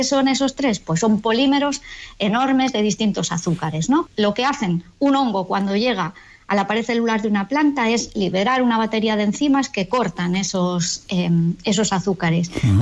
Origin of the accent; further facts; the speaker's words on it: Galicia, Spain; Bueno, pues porque yo soy gallega y cuando me vine a Galicia, a la misión biológica